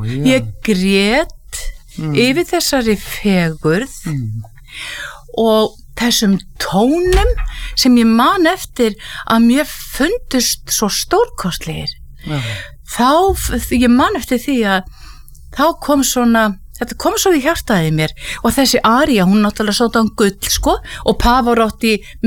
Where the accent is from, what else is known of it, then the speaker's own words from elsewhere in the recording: Hvolsvöllur, Southern Region, Iceland; en ég fædd og uppalinn í Rangavallasýslunni og að mestu leiti á Hvolsvelli og þar fékk ég mína fyrstu tónlistarkennslu við tónlistarskólakór Rangæinga